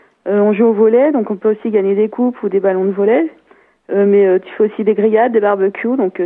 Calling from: Saint-Denis, Île-de-France, France; J'appelle de Saint-Denis.

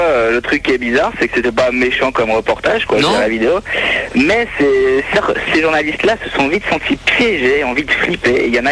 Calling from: Grenoble, Auvergne-Rhône-Alpes, France; je suis à Grenoble

